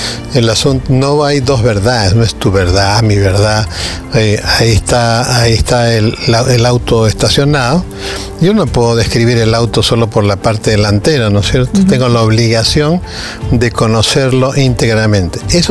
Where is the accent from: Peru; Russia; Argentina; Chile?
Peru; Mi gran consejo fraterno como peruano